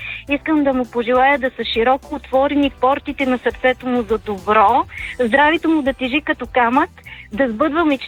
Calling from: Peshtera, Pazardzhik Province, Bulgaria; съм от Пещера.

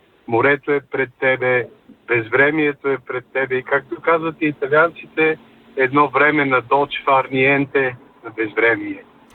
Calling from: Sofia, Sofia City, Bulgaria; от София съм.

